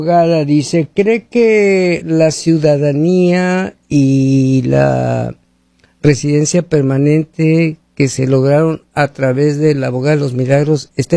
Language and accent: Spanish; Mexico; now in United States; Llevo esperando 3 años, no me han aprobado el I-130 y solo tengo permiso de trabajo, soy de México.